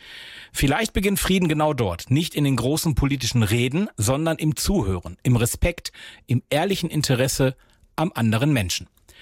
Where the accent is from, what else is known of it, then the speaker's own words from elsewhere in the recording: Recklinghausen, North Rhine-Westphalia, Germany; auf jeden Fall aber in meiner Heimatstadt im Garten der Religion in Recklinghausen